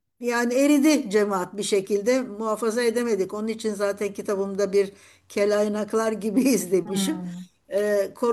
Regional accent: Istanbul, Turkey; also born or lived in Şişli, Istanbul; Biz evlenene kadar Bakırköylüydük zaten. Yani orada doğduk, orada büyüdük kız kardeşimle ben. Ondan sonra da evlendikten sonra Şişli yöresine geçtik.

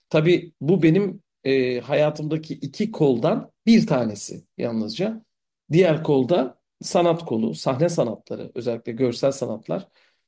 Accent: Mersin, Turkey; also born or lived in Konya; 1983 Konya doğumlu. Baba tarafından Silifke'liyim, Mersinliyim. O yüzden bütün ilk öğrenimimi, ilk ortaokul ve lise öğrenimimi Mersin'de geçirdim.

